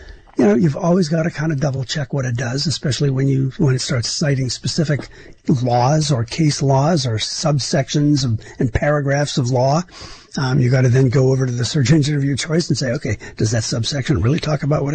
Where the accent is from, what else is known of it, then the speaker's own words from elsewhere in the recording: Pennsylvania, United States; born there; moved away; my home state of Pennsylvania.